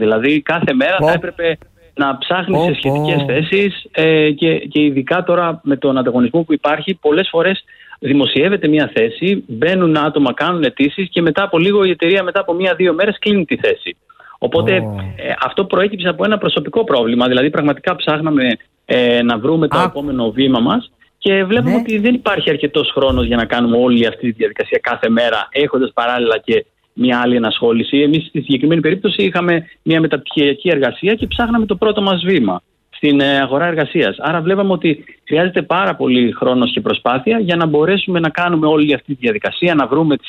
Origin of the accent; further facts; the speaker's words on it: Crete, Greece; Εμένα η καταγωγή μου είναι από την Κρήτη